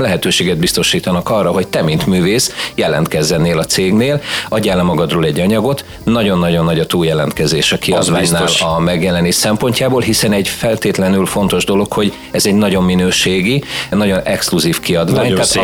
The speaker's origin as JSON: {"language": "Hungarian", "town": "Tápiószele", "region": "Pest", "country": "Hungary", "tie": "born or raised there", "said": "ott van Tápjószele, mint szülővárosom, hiszen nekem ez elengedhetetlenül fontos, hogy amellett, hogy megismerjék az én előadó művészi munkámat, meg a tárogatót, tudja meg mindenki, hogy Pest megyéből honnan származom."}